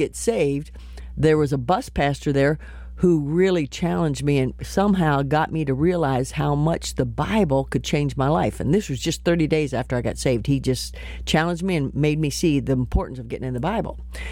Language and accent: English; Martinsburg, West Virginia, United States; my hometown, Martinsburg, West Virginia.